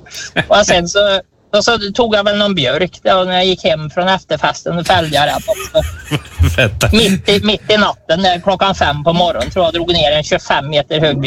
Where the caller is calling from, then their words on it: Karlstad, Värmland, Sweden; accent: Värmland; Jajamän, jag är från Karlstad, vet du.